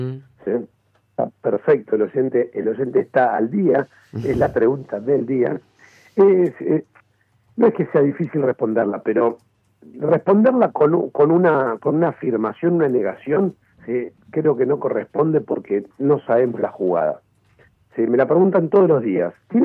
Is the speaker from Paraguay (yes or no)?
no; Argentina; Somos argentinos